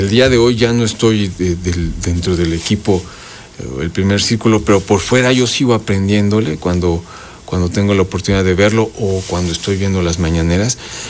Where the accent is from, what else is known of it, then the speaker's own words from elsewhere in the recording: Puebla, Mexico; Soy orgullosamente poblano.